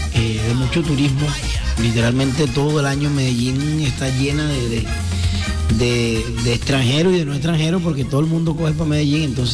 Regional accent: Venezuela; born there; Mi tío, yo nací en Venezuela, mi papá es de acá, de los lados de Lorica.

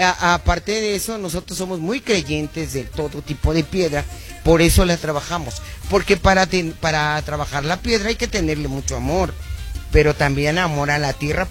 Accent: Chiapas, Mexico; vengo del estado de Chiapas, que me siento sumamente muy orgullosa de mi estado.

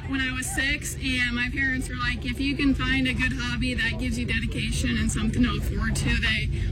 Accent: Creston, Iowa, United States; Creston, Iowa.

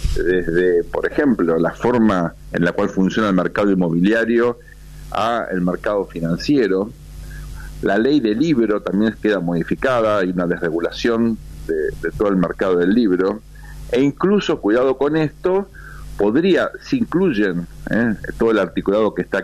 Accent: Buenos Aires, Argentina; Yo creo que hay una visión un poquito urbana, lo digo siendo porteño

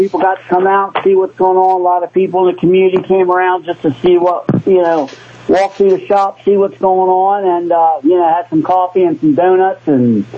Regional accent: York, Pennsylvania, United States; I mean, I grew up in York

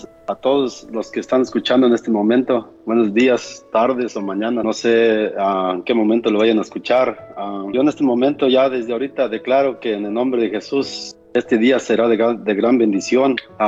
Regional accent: San Luis Potosí, Mexico; Yo soy de San Luis Potosí, de allá de un ranchito de la sierra. Allá, digamos que entre las piedras vivo yo, mis hermanos. Así que ya se imaginarán, pues, una persona que está allá, que viene de ranchos sin estudios

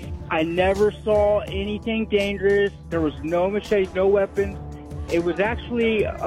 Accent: Austin, Texas, United States; You know, I'm 30. I grew up in Austin, lived here my whole life.

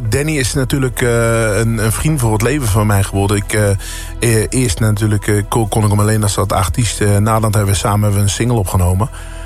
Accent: Netherlands; we zijn Hollanders

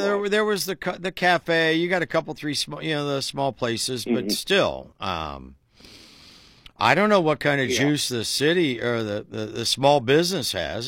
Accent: Dover, Ohio, United States; It's like my hometown of Dover.

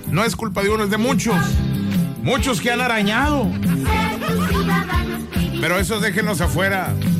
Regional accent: Mexico; Pero vamos a juntarnos como buenos mexicanos.

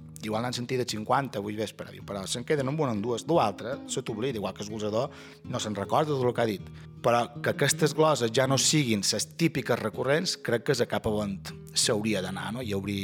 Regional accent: Ferreries, Balearic Islands, Spain; Sant Joan és molt polit el que vulgueu, però jo som de Ferreries i crec que Sant Bartomeu pues, és molt més...

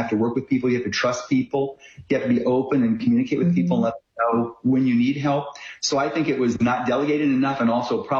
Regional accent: Indiana, United States; Yeah, I grew up in southern Indiana in a very small town of about 100 people.

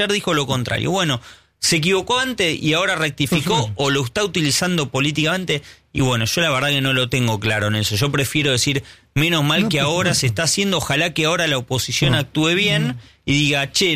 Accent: Argentina

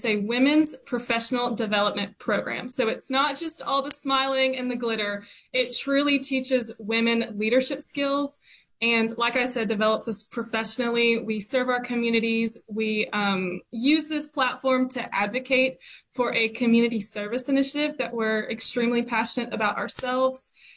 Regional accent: Memphis, Tennessee, United States; also born or lived in Southern US; Well, Memphis is home for me. I grew up here. I did move around the South a little bit with my dad's job, but we always knew that we were coming back to Memphis.

